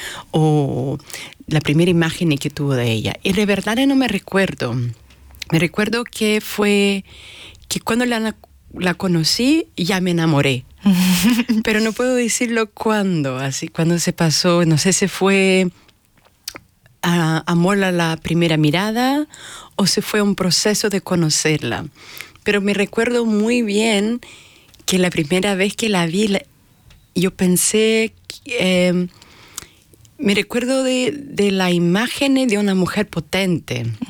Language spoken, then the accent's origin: Spanish; Brazil; Spanish is a second language; now in Hamburg, Germany; yo soy brasileña, vivo acá en Hamburgo.